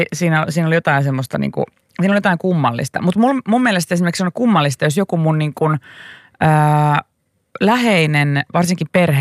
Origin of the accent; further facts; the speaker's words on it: Raahe, North Ostrobothnia, Finland; Olen harvinainen, olen raahelainen snowflake.